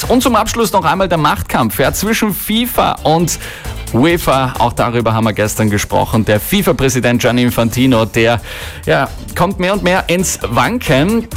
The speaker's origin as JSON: {"language": "German", "region": "Tyrol", "country": "Austria", "said": "Aber wir schauen da tatsächlich in Richtung Nachbar-Tirol. Mit dem starken Felix Gall nämlich sind wir Tiroler dort Präsenz."}